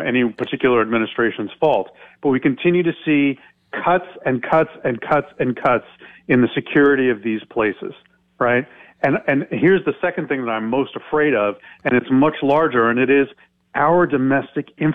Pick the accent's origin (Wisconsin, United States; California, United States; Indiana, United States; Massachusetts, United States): California, United States; I come from Northern California. You know, agriculture is a huge part and water is gold, right?